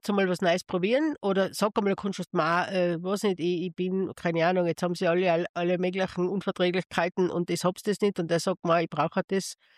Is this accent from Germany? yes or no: no; Tyrol, Austria; Also in Tirol, wo ich herkomme, da ist ja eins nach dem anderen zugesperrt